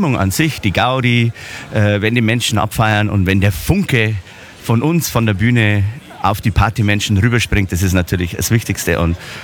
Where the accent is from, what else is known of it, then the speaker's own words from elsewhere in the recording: Bavaria, Germany; Also ich muss jetzt korrigieren. Bei uns in Bayern, wir sagen nicht Mars, sondern wir sagen Moss.